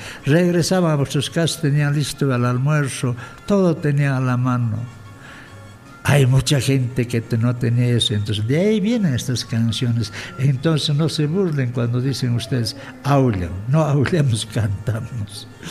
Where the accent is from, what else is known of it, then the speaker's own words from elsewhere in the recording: Peru; cada día nos hacen recordar que somos peruanos